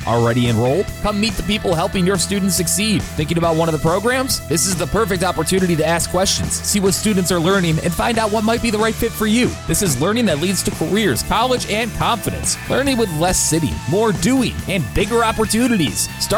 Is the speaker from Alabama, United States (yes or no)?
no; Syracuse, New York, United States; up in my hometown of Syracuse.